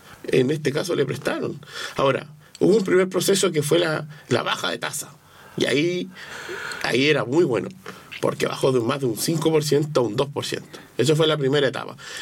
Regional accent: Chile; uno lamentablemente como chileno deja todo ahí nomás

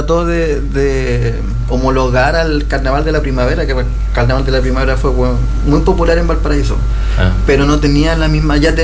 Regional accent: Buenos Aires, Argentina; Y yo como porteño, mi abuela me decía que yay yay, por ejemplo, es viento.

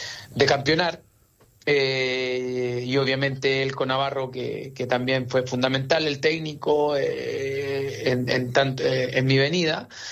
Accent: Parral, Maule, Chile; yo vine a jugar por mi ciudad, por mi pueblo, por mi comuna

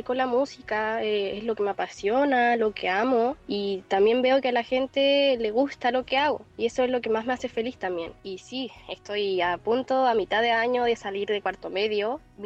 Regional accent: El Quisco, Valparaíso, Chile; Bueno, yo soy de aquí, del Quisco, y de Isla Negra específicamente

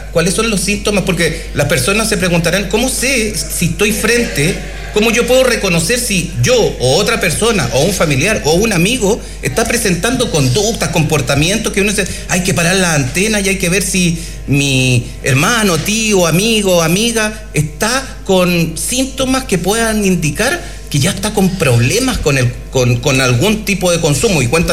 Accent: Chile

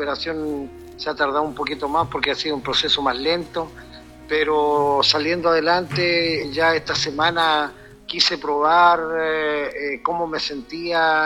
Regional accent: Tierra Amarilla, Atacama, Chile; born there; also born or lived in Copiapó

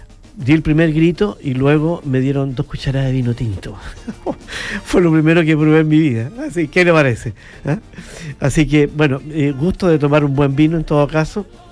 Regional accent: Chillán Viejo, Ñuble, Chile; born there; Nací en un lugar muy pequeño. Así que, bueno, yo soy más Chillán Vejano que cualquiera porque nací allá, en Chillán Viejo. Y, bueno, nací ahí en forma así. No me vacunaron cuando nací.

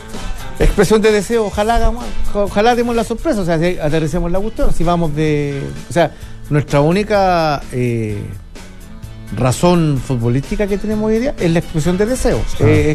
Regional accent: Chile; las fiestas patrias es lo que nos une como chilenos.

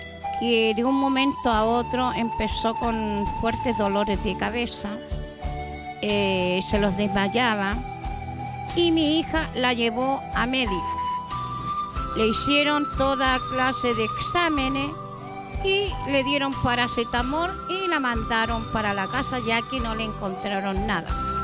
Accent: Chile; porque somos chilenos

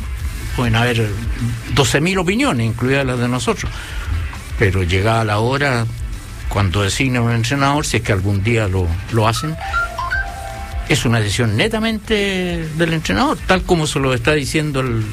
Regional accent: Chile; yo soy chileno también

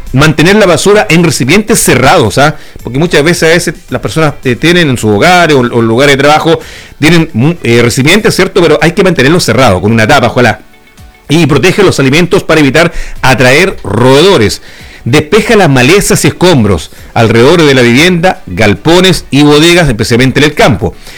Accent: Chile; como chilenos debemos sentirnos orgullosos.

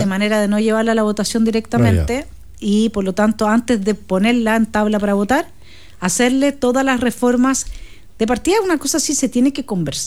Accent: Chile; nosotros somos chilenos

